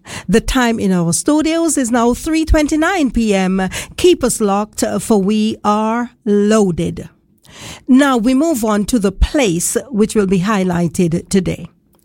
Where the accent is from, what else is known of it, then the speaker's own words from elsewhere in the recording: Harris, Montserrat; this short story is based on my experience as a child growing up in Harris's and going to that same church.